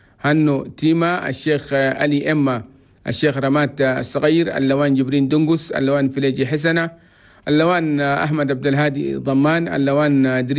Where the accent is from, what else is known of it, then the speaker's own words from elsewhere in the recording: Chad; والخريف المبارك في بلدنا تشاد بلد تومي